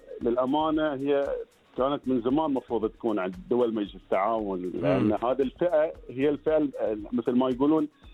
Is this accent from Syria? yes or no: no; Bahrain; احنا كبحرينيين